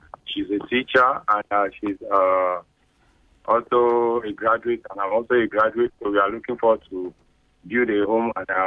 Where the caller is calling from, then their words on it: Alimosho, Lagos, Nigeria; I'm calling you from Lagos State, Alumosho, Local Government, precisely.